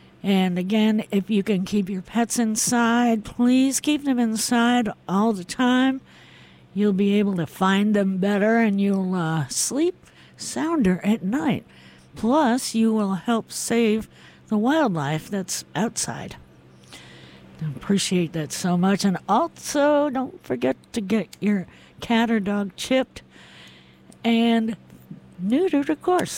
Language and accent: English; New England, United States; And I'm from New England